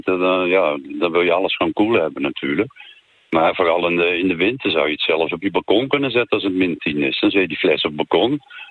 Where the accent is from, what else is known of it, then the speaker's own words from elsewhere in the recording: Utrecht, Netherlands; Luister, ik kom uit Utrecht. En wij in Utrecht moeten tussen 4 uur 's middags en 9 uur 's avonds moeten we weinig stroom gebruiken.